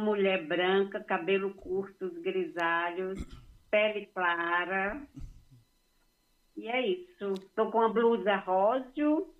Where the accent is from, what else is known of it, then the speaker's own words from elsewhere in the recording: Massapê, Ceará, Brazil; moved away; eu sou do interior de Massapê, morei lá muito tempo, meu pai é de Tianguá, mas eu sou de Massapê.